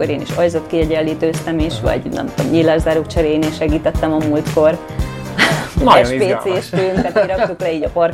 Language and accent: Hungarian; Szeged, Csongrád-Csanád, Hungary; now in Budapest, Hungary; Mert a névváltozás után nem sokkal egyébként Szegedről Budapestre költöztem, és itt már mindenki így ismert meg.